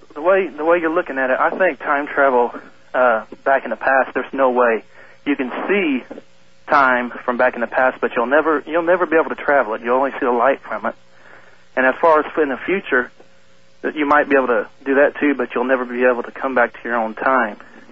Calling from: Everett, Washington, United States; Everett, Washington.

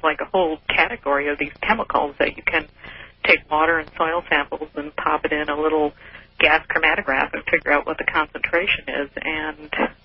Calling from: Camano Island, Washington, United States; from Camano Island, Washington.

